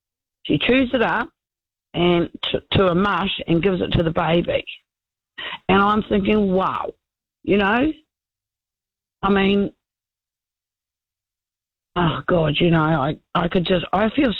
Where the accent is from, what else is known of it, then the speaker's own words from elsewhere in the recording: Taranaki, New Zealand; So I'm from Taranaki and I heard about this earthquake.